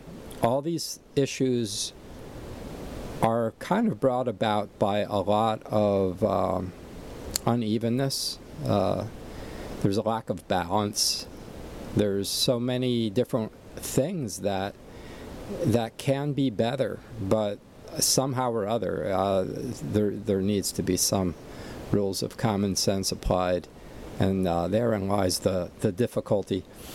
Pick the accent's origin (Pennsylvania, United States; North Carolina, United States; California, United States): Pennsylvania, United States; Allentown; moved away; Did my hometown proud, actually, back in Allentown, Pennsylvania.